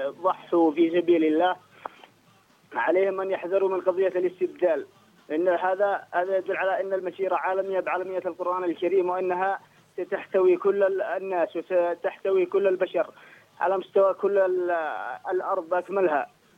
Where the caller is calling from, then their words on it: Ibb, Yemen; أنا من أبناء محافظة إبن.